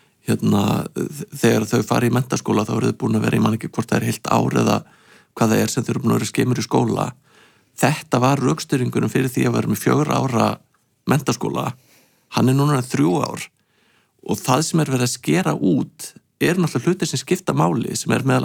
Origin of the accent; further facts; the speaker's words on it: Hafnarfjörður, Capital Region, Iceland; Ég meni, ég er úr Hafnarfirði og ég manna að spennan í kringu 17. júni var að fara á kvöldskemmtunum